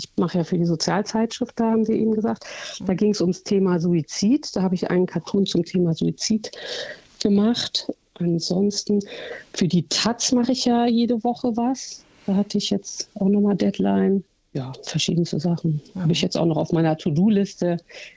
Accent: Eifel, Germany; Ja, also ich komme nun mal aus der Eifel. Das lässt sich auch nicht leugnen. Das hört man vielleicht auch manchmal, wenn ich ein bisschen schneller spreche hier an meinem Dialekt.

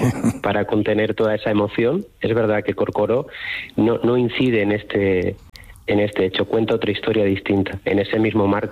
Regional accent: Spain; a nosotros, claro, como españoles y como flamencos

